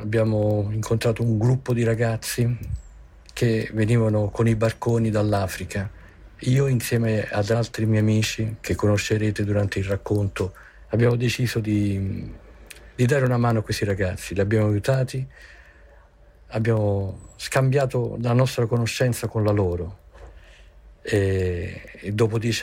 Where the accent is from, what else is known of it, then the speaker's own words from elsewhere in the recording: Campania, Italy; moved away; Io sono originario della Campania